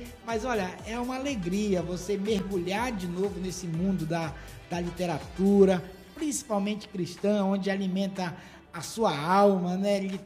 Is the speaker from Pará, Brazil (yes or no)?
yes; Pará, Brazil; now in Roraima, Brazil; Eu não sou roraimense, sou paraense, estou aqui há 16 anos, no estado